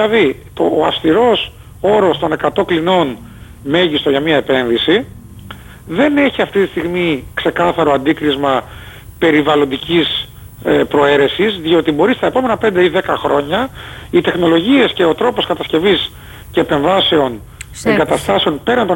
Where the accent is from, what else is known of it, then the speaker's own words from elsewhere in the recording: Zakynthos, Ionian Islands, Greece; κάποια στιγμή εγώ σαν Ζακυνθινός πολίτης θα ήθελα να ξεκαθαρίσει αυτό το έρμο, το πλάτωμα του Ναυαγίου, για το πώς θα το διαχειριζόμαστε.